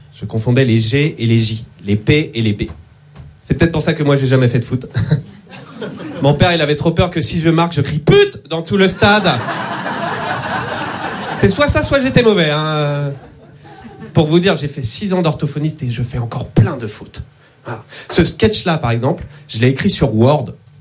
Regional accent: Nantes, Pays de la Loire, France; je suis nantais et dyslexique.

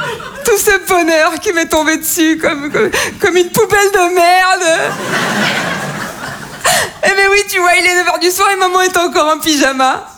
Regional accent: Toulon, Provence-Alpes-Côte d'Azur, France; born there; je suis née en 1996 à Toulon. Tout le monde voit Toulon, la Côte d'Azur, les gros bateaux, les milliardaires. C'est pas là, c'est juste avant.

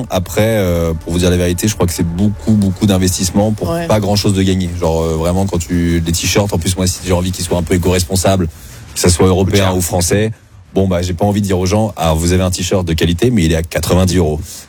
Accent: Normandy, France; Moi, je viens de la Normandie profonde.

